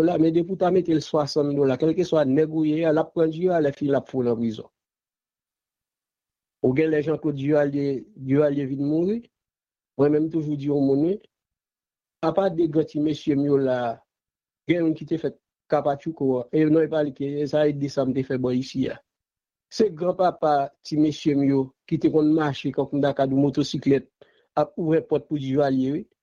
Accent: Haiti; now in United States; je suis citoyen américain, mais nationalité, je suis haïtien.

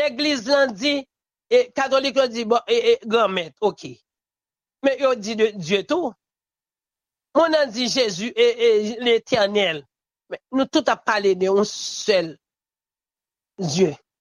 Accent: Haiti; Parce que moi-même, je me sens frustré en tant que haïtien.

